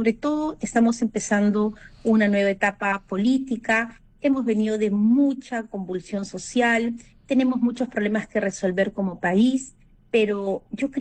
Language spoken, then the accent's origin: Spanish; Peru; para reencontrarnos como peruanos, para unirnos, pero sobre todo para reafirmar nuestra fe católica, para no tener miedo a decir, sí, yo soy católico, sí, yo voy a misa, sí, yo rezo el rosario.